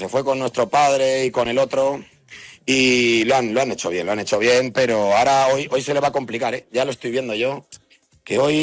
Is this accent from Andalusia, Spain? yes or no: no; Madrid, Community of Madrid, Spain; hoy yo soy un madrileño que me he venido al pueblo